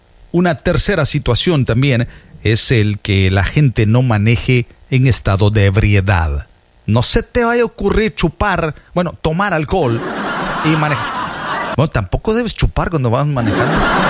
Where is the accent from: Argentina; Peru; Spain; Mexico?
Mexico; Veracruz; Y yo soy de oro. Y yo soy jarocho.